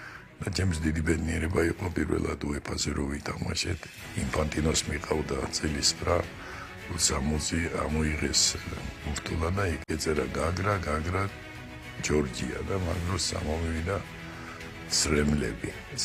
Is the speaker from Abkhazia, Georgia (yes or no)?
yes; Abkhazia, Georgia; moved away; ჩვენი კუთხე, ჩვენი აფხაზეთი